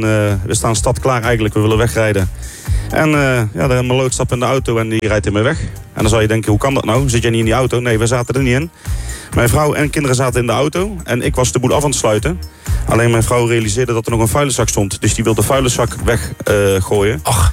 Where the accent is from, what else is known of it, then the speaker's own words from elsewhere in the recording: Breda, North Brabant, Netherlands; Uit Breda.